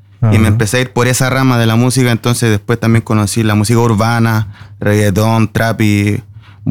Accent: Viña del Mar, Valparaíso, Chile; accent: Chilean; moved away as an adult; now in Norway; De Viña del Mar.

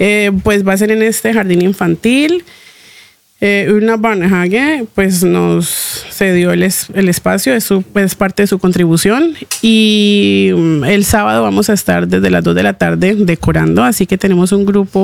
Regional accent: Palmira, Valle del Cauca, Colombia; porque pues yo soy de Palmira, es cerca a Cali.

